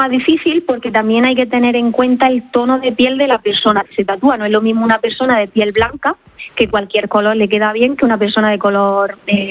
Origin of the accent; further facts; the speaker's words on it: Almería, Andalusia, Spain; moved away; soy de Almería, aunque llevo muchísimos años aquí, y el mar siempre me ha llamado mucho.